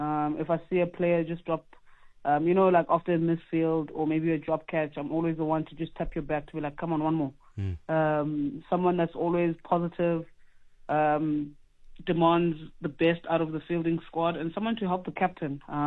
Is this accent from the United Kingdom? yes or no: no; East London, Eastern Cape, South Africa; moved away; But growing up in Kugompo was always like a challenge